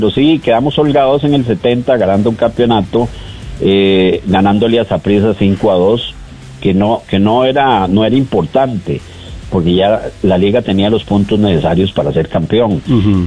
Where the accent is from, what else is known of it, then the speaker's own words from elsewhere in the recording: San José, Costa Rica; Yo me crié en Atillo.